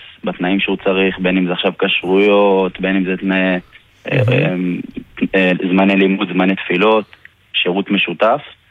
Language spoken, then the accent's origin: Hebrew; Jerusalem, Jerusalem District, Israel; גדלתי בבית חרדי ליטאי בירושלים.